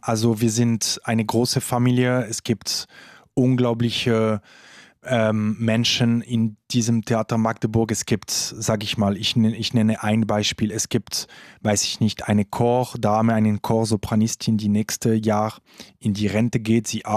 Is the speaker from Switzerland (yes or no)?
yes; Romandy, Switzerland; first language fr; German is a second language